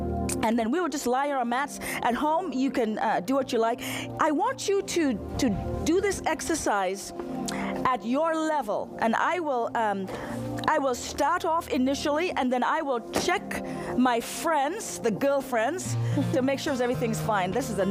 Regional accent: Ohio, United States; I'm from Ohio. I'm a physician

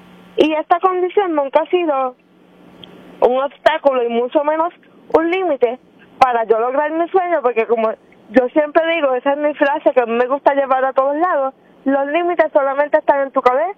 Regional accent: Aguada, Puerto Rico; Soy del pueblo de Aguada.

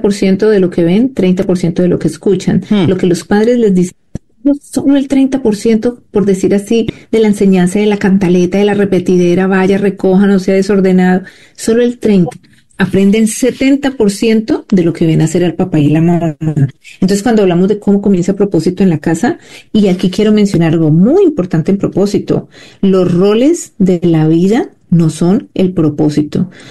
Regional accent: Colombia; parte de mi familia es católica. Mi padre era cantante, muy conocido en mi país, en Colombia.

